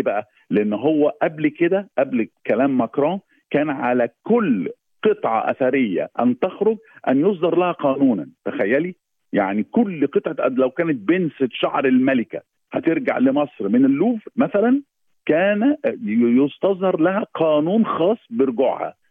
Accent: Egypt; أنا كمصري محب لحضارتي

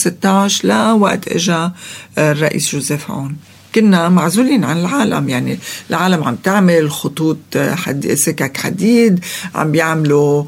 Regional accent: Lebanon; لإلي كلبنانية

